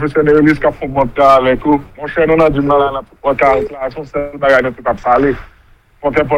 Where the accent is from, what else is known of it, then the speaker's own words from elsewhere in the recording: Haiti; Et moi-même, je suis haïtien qui a des bagages dans le pays.